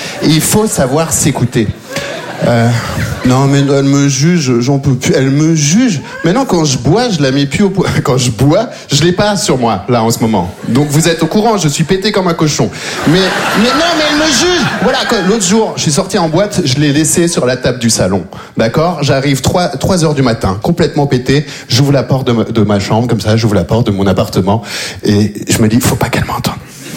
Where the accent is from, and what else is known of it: Belgium; born or raised there